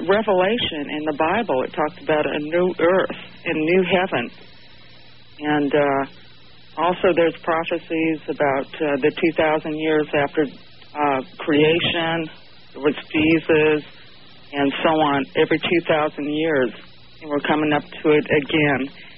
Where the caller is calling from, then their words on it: Deltona, Florida, United States; in Deltona, Florida.